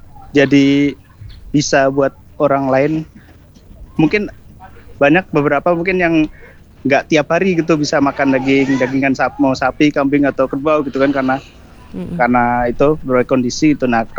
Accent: Central Java, Indonesia; now in Jambi, Indonesia; Dari Jawa teh.

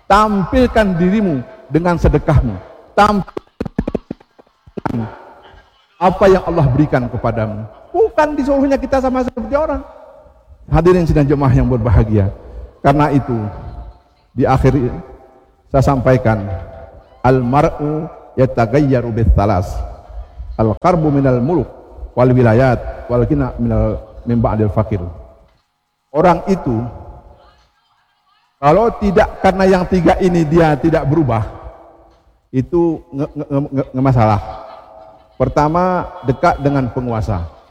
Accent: Aceh, Indonesia; kita di benar meriah ini

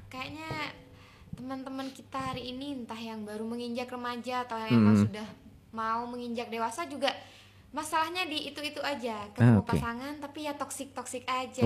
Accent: East Java, Indonesia; Saya asli Gending.

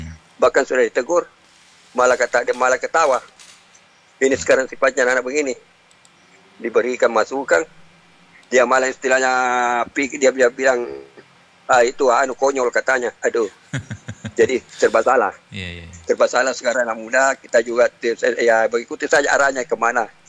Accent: Makassar, South Sulawesi, Indonesia; Saya asli Bugis, maka saya asli Makassar. Karena lahir dan besar di sini, jadi inilah kampung halaman saya sebetulnya, bukan kampung halaman saya Sinjai.

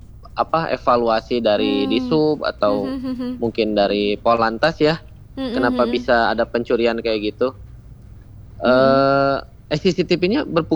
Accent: Bandung, West Java, Indonesia; Saya Ujung Berung teh, asli

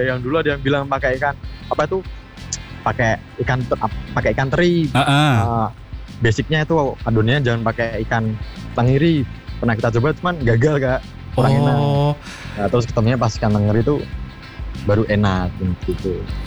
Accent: Semarang, Central Java, Indonesia; Istriku asli sini sih, aku

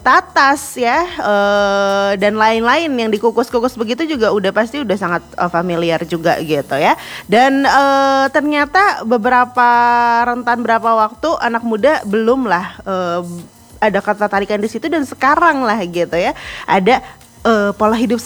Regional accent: Bandung, West Java, Indonesia; now in Papua, Indonesia; aku lahir dan besar di Bandung

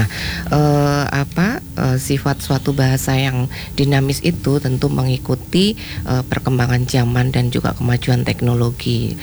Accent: Java, Indonesia; Kita orang Jawa ya dikenal dengan bahasa Jawa gitu, atau penandanya ya bahasa Jawa.

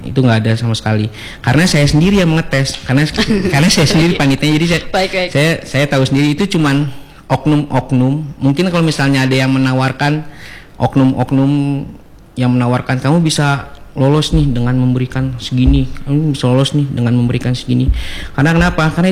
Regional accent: Lombok, West Nusa Tenggara, Indonesia; moved away; Kalau saya sendiri asalnya dari NTB, Nusa Tenggara Barat, dari Lombok.

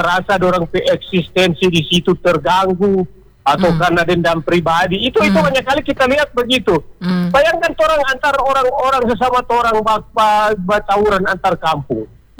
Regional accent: Minahasa, North Sulawesi, Indonesia; kita sebagai orang Minahasa

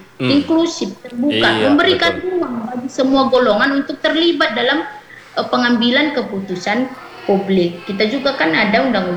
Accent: North Sumatra, Indonesia; saya pribadi, saya kan orang apa nih, Humbang Hasundutan, orang suku Batak saya

